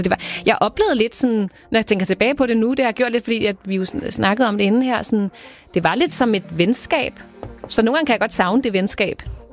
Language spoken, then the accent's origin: Danish; Skovshoved, Capital Region, Denmark; born or raised there